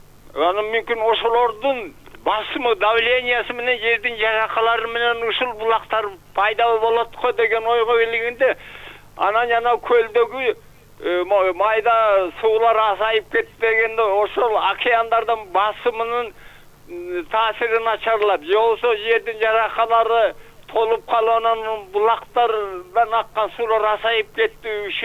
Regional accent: Talas, Talas Region, Kyrgyzstan; Себеби ал суроо мындай, мен өзүм 83'ке келген жигитмин. Ушунча жылдан бери Таластан болом, Таластын өтпөгү Төө Ашууларда такай 50-60 жылдан бери жүрөм.

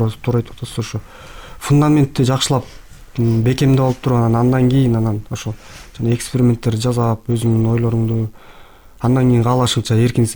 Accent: Bakamai, Issyk-Kul Region, Kyrgyzstan; Өзүм ошо Ысык Көлдөн болом, ошо көлдө Бакамай айылында ошол жерде мектепте окуп

